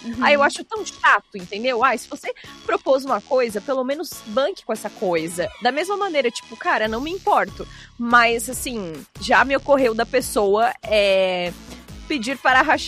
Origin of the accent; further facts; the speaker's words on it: Rio Grande do Sul, Brazil; Eu vivi a vida toda lá no Rio Grande do Sul e o churrasco é assim mesmo.